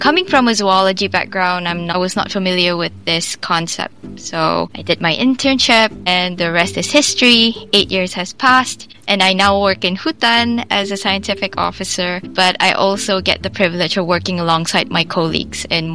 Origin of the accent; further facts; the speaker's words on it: Sandakan, Sabah, Malaysia; Okay, so I am Malaysian, born and raised in a small town in Sabah, which is called Sandakan, and it's 2 hours away from our study site